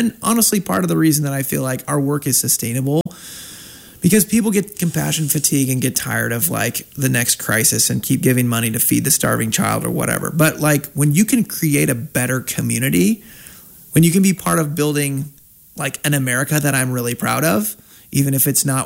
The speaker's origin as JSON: {"language": "English", "country": "United States", "tie": "born there", "said": "as an American born person"}